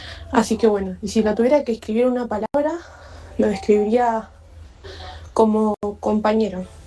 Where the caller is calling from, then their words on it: Lomas de Zamora, Buenos Aires Province, Argentina; Hola Radio Latina … vivo en Loma de Zamora.